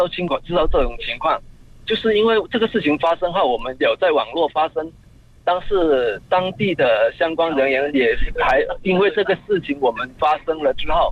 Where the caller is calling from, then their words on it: Jieyang, Guangdong, China; 我来自广东省揭阳市惠来县山前镇。